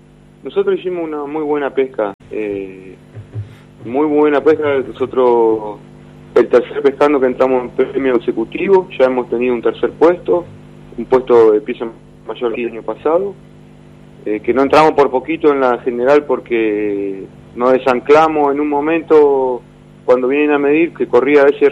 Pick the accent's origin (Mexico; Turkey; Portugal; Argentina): Argentina; Santa Fe; now in San Javier, Argentina; me crié en Santa Fe